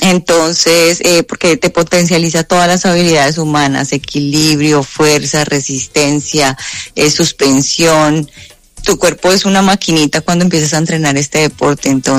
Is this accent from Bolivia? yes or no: no; Colombia; pero feliz porque la experiencia me la dio mi tierra, Colombia.